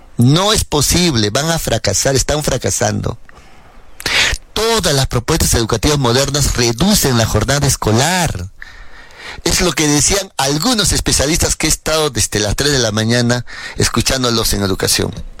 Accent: Peru

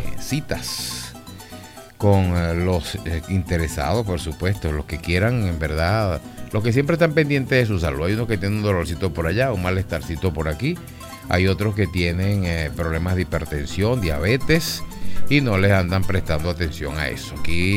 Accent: Venezuela; como somos de aquí de Venezuela

